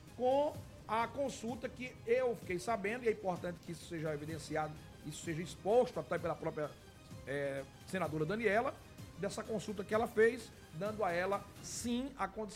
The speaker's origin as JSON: {"language": "Portuguese", "town": "Guarabira", "region": "Paraíba", "country": "Brazil", "tie": "born or raised there", "said": "eu vou correr 5 km na minha terra natal."}